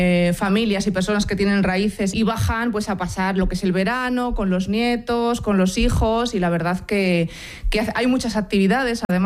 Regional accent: Villanueva de San Mancio, Castile and León, Spain; soy de Villanueva de San Mancio, un municipio que está ubicado en la provincia de Valladolid.

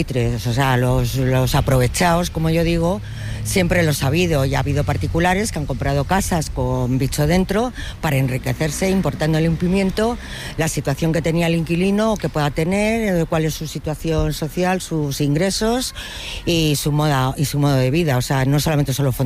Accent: Madrid, Community of Madrid, Spain; yo no provengo de este barrio, vengo de un barrio de Pueblo Nuevo, al lado de, en Ciudad Lineal, que es un barrio normal y corriente

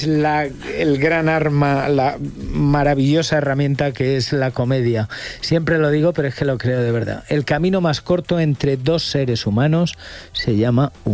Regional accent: Castilla-La Mancha, Spain; Claro, es mi tierra.

